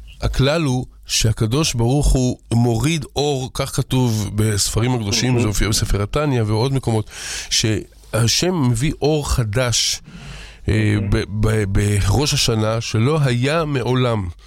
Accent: Jerusalem, Jerusalem District, Israel; אני בא משכונת מאה שערים, שם יש שם ממש, אתה מרגיש כבר את סוכות, כמה כולם כבר בונים.

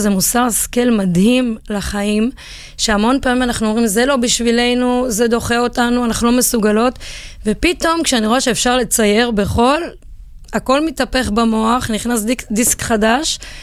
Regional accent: Netanya, Central District, Israel; בילדות שלי אני גדלה בנתניה, בקריית צאנז, גרה על חוף ים

